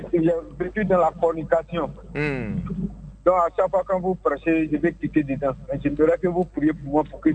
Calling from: Baoulé area, Côte d’Ivoire; je suis baoulé.

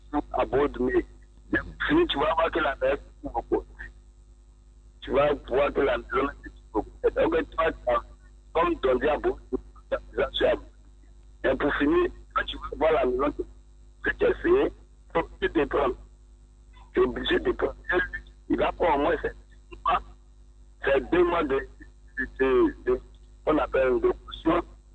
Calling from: Bobo-Dioulasso, Hauts-Bassins, Burkina Faso; Moi d'abord, je suis à Bobo-Dioulasso.

